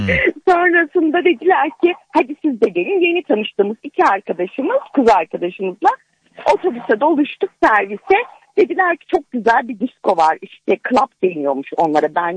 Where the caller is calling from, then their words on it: Konya, Turkey; Konya'dan arıyorum.